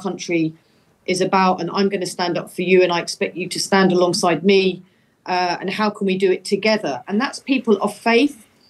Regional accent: United Kingdom; us as British Muslims

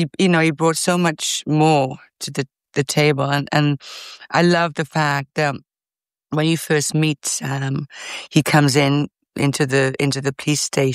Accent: Wales, United Kingdom; accent: Welsh; I think was using my Welsh accent

